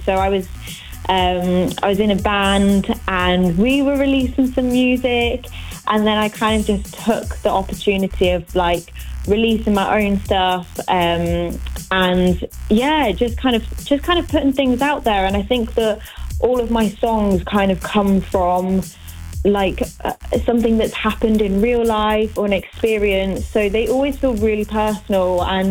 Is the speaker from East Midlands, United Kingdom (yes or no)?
yes; Kettering, East Midlands, United Kingdom; Born and bred in Kettering. I think Kettering's a colourful place, you know. Loads of little like music bars and things going on